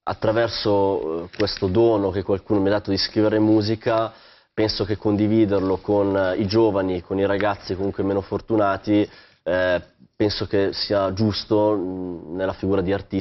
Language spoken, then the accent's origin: Italian; Lombardy, Italy; sono legato al lago di Como perché è la mia regione natale